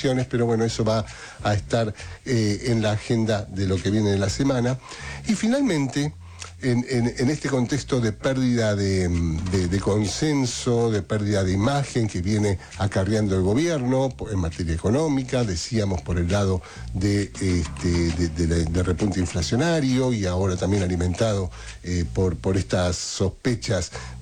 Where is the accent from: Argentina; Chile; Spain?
Argentina